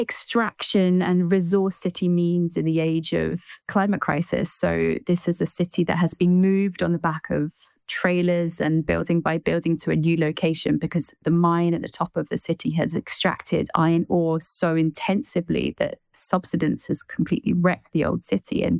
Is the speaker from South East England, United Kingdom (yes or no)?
no; Glenrothes, Scotland, United Kingdom; Glenrothes, my hometown